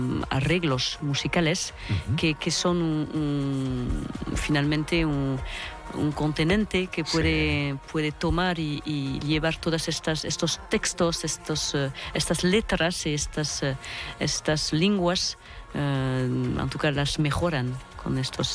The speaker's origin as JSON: {"language": "Spanish", "region": "Nouvelle-Aquitaine", "country": "France", "said": "yo hablo porque soy cantante de Iparralde"}